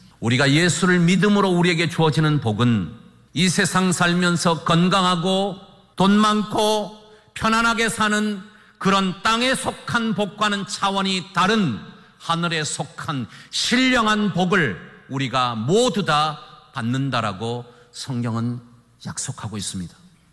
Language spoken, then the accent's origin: Korean; South Korea; 우리는 한국 사람입니다.